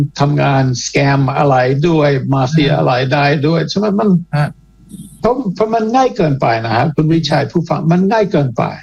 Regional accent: Canada; now in Thailand; ผมเองเป็นคนแคนาดา

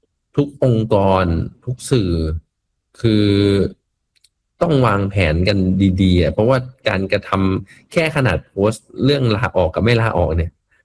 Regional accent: Bangkok, Thailand; เพราะเราคนกรุงเทพเนาะเราเห็นความเปลี่ยนแปลงในกรุงเทพอ่ะค่อนข้างเยอะ

